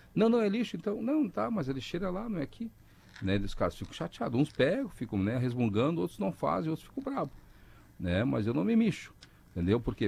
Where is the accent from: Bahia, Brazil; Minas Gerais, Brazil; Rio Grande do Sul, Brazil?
Rio Grande do Sul, Brazil; Cidreira; Me criei em Cidreira, né?